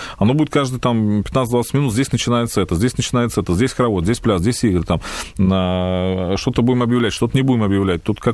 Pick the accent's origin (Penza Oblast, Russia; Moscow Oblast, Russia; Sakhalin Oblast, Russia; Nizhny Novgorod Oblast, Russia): Nizhny Novgorod Oblast, Russia; Nizhny Novgorod; ну, условно, в городе Нижний Новгород, откуда я родом